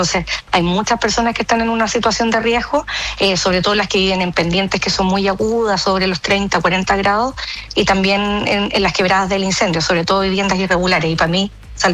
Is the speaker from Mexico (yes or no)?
no; Viña del Mar, Valparaíso, Chile; Somos chilenos, somos viñamarinos